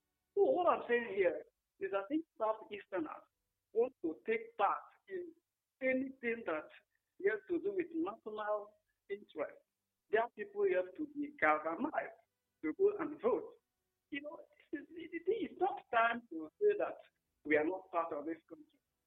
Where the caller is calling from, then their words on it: Ogbunike, Anambra, Nigeria; I'm reaching you from Ogbonike.